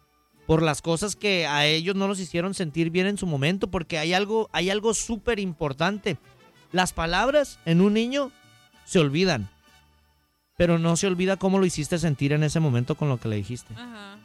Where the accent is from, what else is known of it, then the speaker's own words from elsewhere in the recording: Mexico; porque como mexicanos tenemos una cultura muy hermosa, muy bella